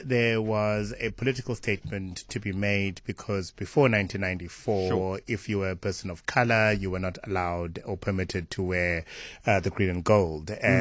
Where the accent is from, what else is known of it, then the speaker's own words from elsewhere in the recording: South Africa; But I, as a South African